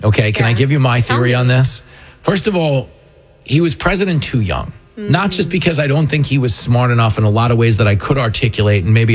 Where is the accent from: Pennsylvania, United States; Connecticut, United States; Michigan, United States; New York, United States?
New York, United States; Long Island; Like, so I grew up on Long Island.